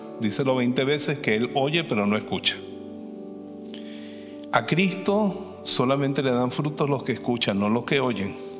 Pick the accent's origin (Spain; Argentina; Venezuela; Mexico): Venezuela; Ella vivía allá en mi tierra, en Venezuela.